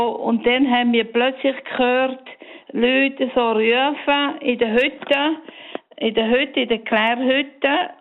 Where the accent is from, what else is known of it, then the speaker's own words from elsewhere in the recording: Graubünden, Switzerland; now in Davos, Switzerland; ich bin im Engadin aufgewachsen, gross geworden